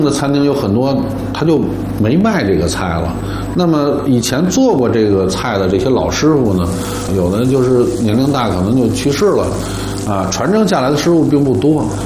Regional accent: Beijing, China; 咱们要拿出咱们老北京的热情劲儿

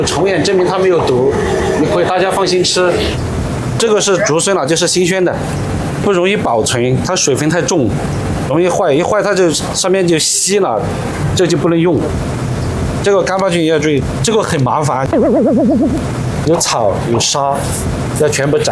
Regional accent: Yunnan, China; 因为我们本身是云南人

